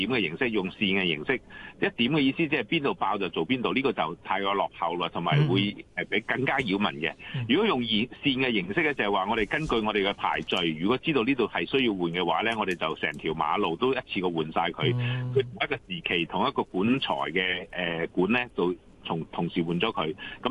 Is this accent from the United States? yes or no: no; Hong Kong; 我哋本身香港人